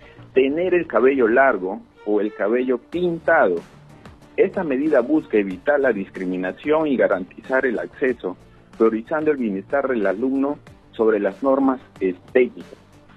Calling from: Peru; Yo defiendo mis principios como peruano

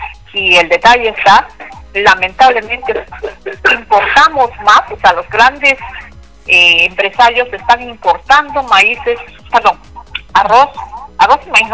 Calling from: Peru; somos miles peruanos

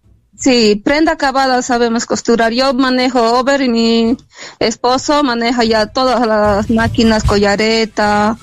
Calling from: Bolivia; Soy de Bolivia

